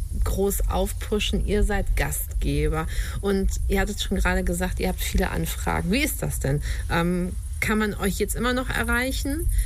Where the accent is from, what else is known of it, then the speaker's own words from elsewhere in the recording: Dortmund, North Rhine-Westphalia, Germany; moved away; Ich als Dortmunderin, die quasi Kohle gegen Kohl getauscht hat